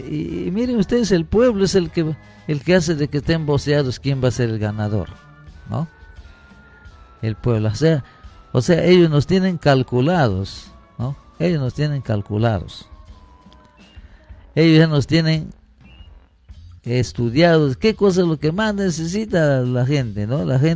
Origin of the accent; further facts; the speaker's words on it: Peru; nosotros los peruanos.